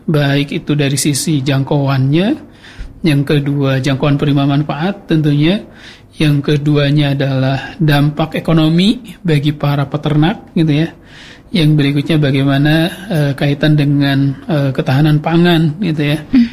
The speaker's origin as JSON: {"language": "Indonesian", "region": "West Java", "country": "Indonesia", "said": "Dari Indonesia. Setelah itu berbicara lagi, dari Indonesianya mana gitu ya. Saya dari Jawa Barat."}